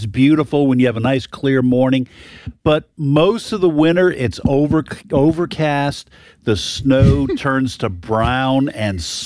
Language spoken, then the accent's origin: English; New Hampshire, United States; I grew up in New Hampshire.